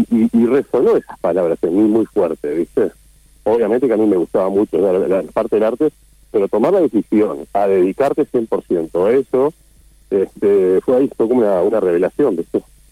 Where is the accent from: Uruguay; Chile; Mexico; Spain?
Uruguay; En realidad, todos mis hermanos tienen nombres italianos. Pero no, soy bien uruguayo.